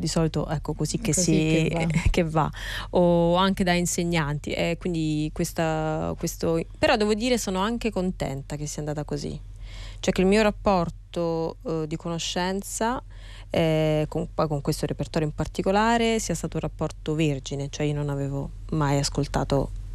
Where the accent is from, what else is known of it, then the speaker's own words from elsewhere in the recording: Rome, Lazio, Italy; io sono romana